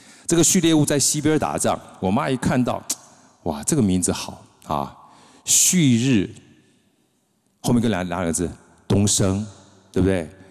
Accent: Houli, Taichung, Taiwan; 因为我是台中人啊。你看他台中人就点头很开心，对不对？够凶嘛哈，我是后里人

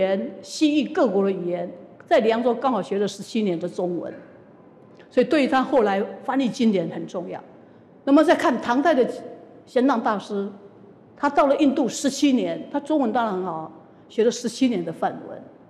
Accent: Yilan, Yilan County, Taiwan; 雷音寺每年的一个弥陀圣诞是我们宜兰人的嘉年华会，宜兰人快要沸腾了。

